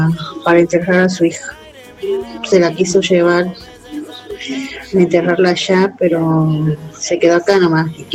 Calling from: Palpalá, Jujuy, Argentina; Yo soy de Parpalá.

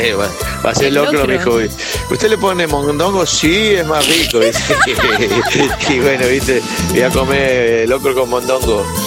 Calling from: Buenos Aires, Argentina; acá de Buenos Aires.

